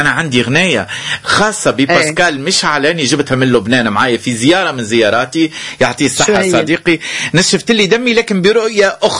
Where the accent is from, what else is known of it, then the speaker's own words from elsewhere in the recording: Tunisia; عندنا في تونس